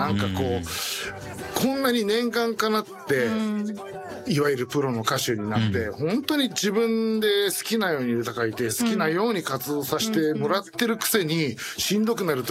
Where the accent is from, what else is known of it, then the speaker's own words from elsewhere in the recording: Chiba, Japan; 私自身は千葉県千葉市出身なんですけど、